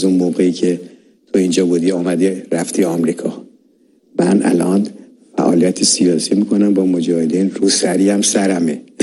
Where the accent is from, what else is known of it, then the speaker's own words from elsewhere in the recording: Iran; moved away; من از ایران اومدم 14 سال بیشتر نداشت